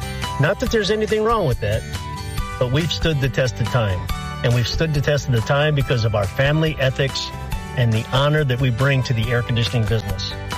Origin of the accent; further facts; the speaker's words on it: Florida, United States; Growing up in Southwest Florida, it was a quiet little town back then.